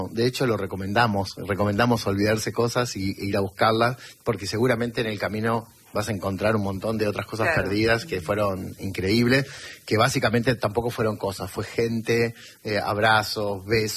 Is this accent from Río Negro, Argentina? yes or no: no; Gálvez, Santa Fe, Argentina; also born or lived in Junín; Sí, sí, básicamente, soy básicamente de Gálvez, sí.